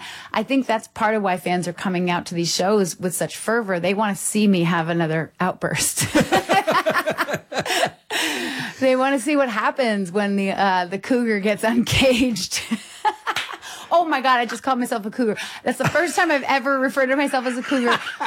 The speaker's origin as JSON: {"language": "English", "region": "Vermont", "country": "United States", "tie": "born or raised there", "said": "Growing up in Vermont, which is an amazing place to grow up"}